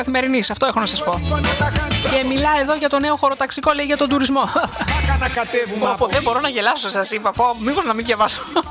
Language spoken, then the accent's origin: Greek; Greece; εμείς είμαστε Έλληνες